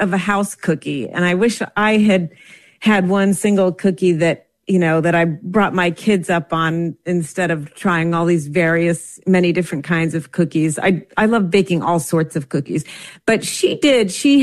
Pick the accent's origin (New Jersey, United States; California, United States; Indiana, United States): New Jersey, United States; born or raised there